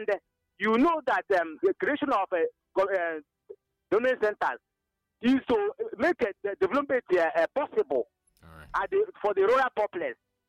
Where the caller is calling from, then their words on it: Nkomoro, Ebonyi, Nigeria; I am reaching you from Nkomoro, located in Inyaba, DC of Ebonyi State.